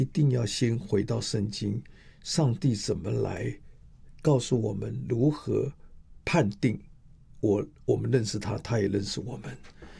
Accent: Taipei, Taiwan; 我常常说我是台北长大的小孩，但是当我知道上帝要带我到屏东，到埔里，到恒春，我心里面都从来没有抗拒过。

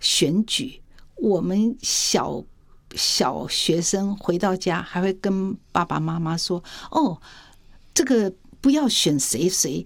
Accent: Taiwan; born there; 因为我爸爸是从大陆过来的，所以在乡下地方哦

